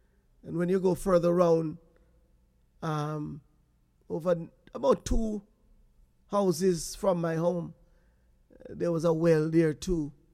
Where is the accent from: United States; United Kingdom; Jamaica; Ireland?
Jamaica; I'm not sure about the entire Caribbean community, but I know we as Jamaican, you know, my mother, my grandmother, you know, wake up this time of the morning.